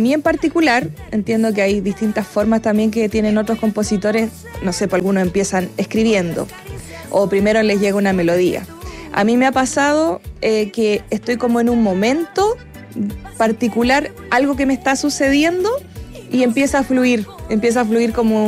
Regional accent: Chile; como compositora chilena también

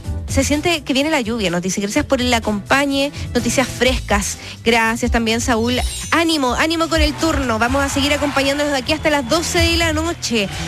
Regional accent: Uruguay; now in Rancagua, Chile; la uruguaya de Rancagua.

